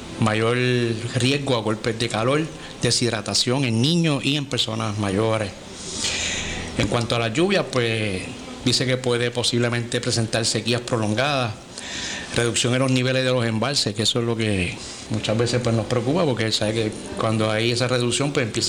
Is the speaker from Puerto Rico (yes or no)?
yes; San Germán, Puerto Rico; el ambiente acá en el pueblo y en el campo de donde vivo. Soy natural de Duey, de la capital de San Germán.